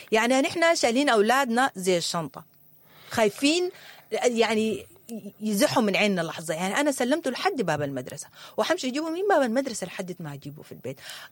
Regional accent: Sudan; نحن سودانيين

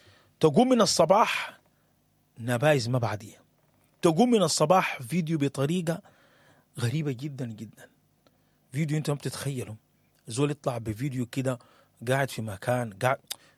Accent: Sudan; انا سوداني

